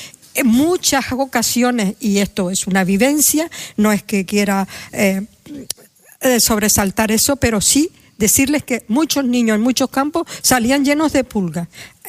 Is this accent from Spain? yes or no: yes; Telde, Canary Islands, Spain; Y en la ciudad de Telde, de donde yo soy